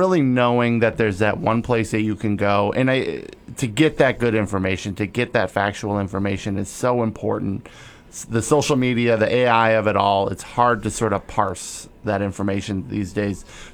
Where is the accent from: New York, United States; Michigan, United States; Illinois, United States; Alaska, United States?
Michigan, United States; Detroit; I'm from Detroit. Trust me.